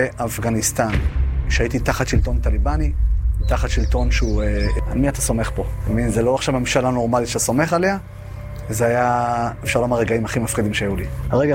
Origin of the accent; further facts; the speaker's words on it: Beersheba, Southern District, Israel; born there; רשום בדרכון שנולדתי בבאר שבע.